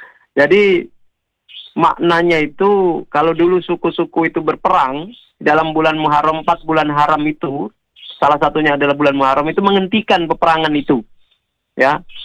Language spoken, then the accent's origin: Indonesian; Java, Indonesia; saya orang Jawa juga Pak